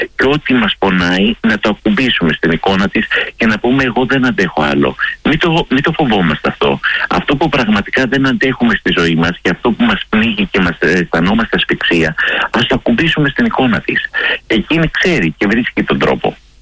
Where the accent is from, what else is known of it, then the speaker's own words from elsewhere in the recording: Greece; αυτό είναι στο δικό μας το πετσί σαν Έλληνες